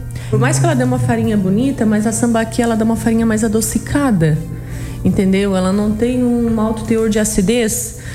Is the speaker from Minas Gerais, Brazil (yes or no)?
no; Araranguá, Santa Catarina, Brazil; now in Sombrio, Brazil; Eu digo que aqui é a minha cidade também, apesar que eu sou de Araranguá.